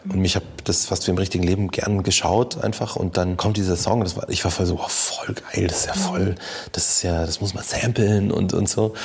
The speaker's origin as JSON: {"language": "German", "region": "Bavaria", "country": "Germany", "accent": "Bavarian"}